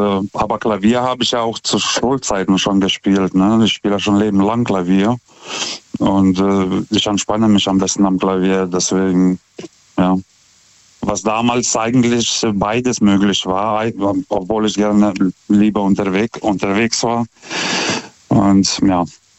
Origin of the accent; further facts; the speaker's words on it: Lithuania; German is a second language; now in Germany; Ich komme ja ursprünglich aus Litauen. Ich bin erst 2006 nach Deutschland gezogen.